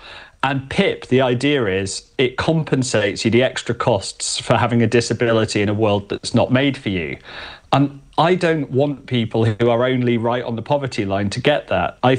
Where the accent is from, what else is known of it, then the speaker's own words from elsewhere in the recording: Yorkshire and the Humber, United Kingdom; I'm a Yorkshireman